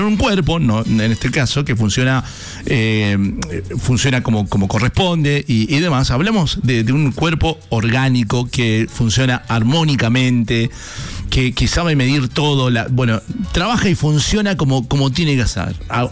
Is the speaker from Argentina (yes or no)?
yes; Argentina